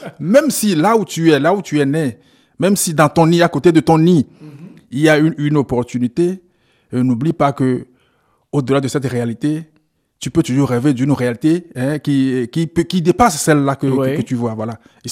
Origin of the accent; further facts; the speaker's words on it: Lomé, Maritime, Togo; born there; j'aime mon pays, je suis togolais d'origine. Et Lomé, où je suis né, garde pour moi le charme de l'enfance.